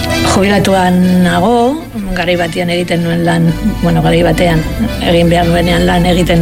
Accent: Errenteria, Basque Country, Spain; born there; berez Hermen Errenterian jaioa

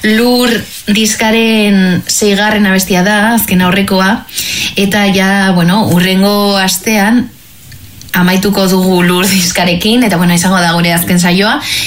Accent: Bilbao, Basque Country, Spain; ni bilbotarra naiz, eta askotan ikusten dut eta entzuten ditut kantak hitz egiten dutena herri baten bati buruz.

